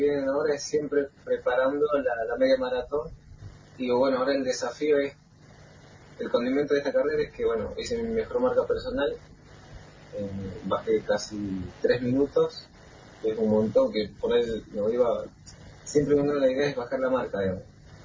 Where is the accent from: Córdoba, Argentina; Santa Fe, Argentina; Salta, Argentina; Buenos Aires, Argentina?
Salta, Argentina; born there; now in El Calafate, Argentina; yo soy de Salta. Nací en Salta